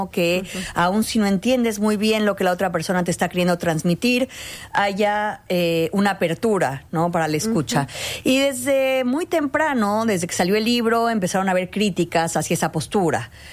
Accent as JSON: {"language": "Spanish", "region": "Mexico City", "country": "Mexico", "said": "Soy chilanga."}